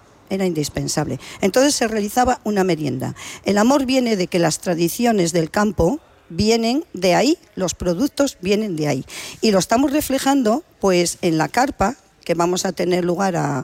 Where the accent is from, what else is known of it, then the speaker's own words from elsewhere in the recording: Castrillón, Asturias, Spain; Soy de Castrillón, nacida en Castrillón y vivo en Castrillón. Exacto. Y toda mi familia también.